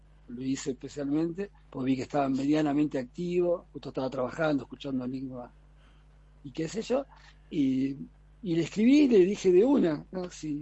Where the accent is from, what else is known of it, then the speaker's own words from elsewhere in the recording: La Plata, Buenos Aires Province, Argentina; Y yo soy acá de La Plata, o sea que en realidad yo soy de 1970, ¿sí?